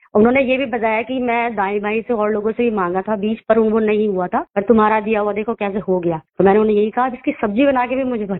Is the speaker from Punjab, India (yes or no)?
no; Uttarakhand, India; Sir, मैं बताना चाहूंगी कि मैं पहाड़ों से हूँ, मैं बेसिकली उत्तराखंड से हूँ, तो हमारी ब्लड लाइन में ही है नेचर प्रकृति।